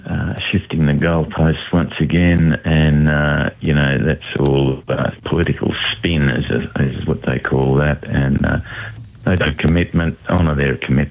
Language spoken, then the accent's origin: English; Taroom, Queensland, Australia; It's one of the good little shows in central Queensland, my hometown